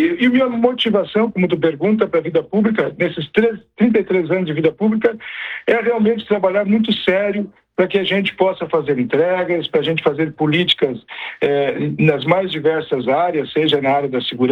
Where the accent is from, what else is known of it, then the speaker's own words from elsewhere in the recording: Bom Jesus, Rio Grande do Sul, Brazil; born there; also born or lived in São Leopoldo; now in São José dos Ausentes, Brazil; eu sou nascido lá em Bom Jesus, né, nos Aparados da Serra. Com 18 anos eu fui para São Leopoldo